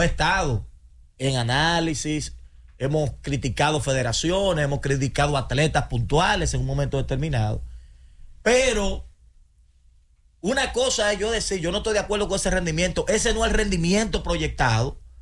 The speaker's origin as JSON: {"language": "Spanish", "country": "Dominican Republic", "said": "una selección de mi país que me está representando como dominicano"}